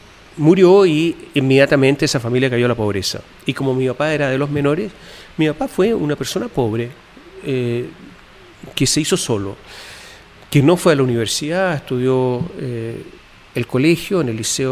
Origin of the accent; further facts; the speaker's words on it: Italy; also born or lived in United States; yo soy italiana, yo nací en Estados Unidos por casualidad